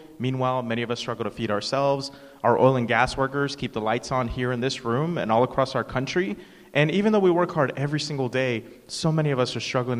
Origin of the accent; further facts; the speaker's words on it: Bakersfield, California, United States; I'm the son of immigrants from Mexico, my dad from Michoacan, my mom from Guerrero, and I grew up in Bakersfield in a working class family.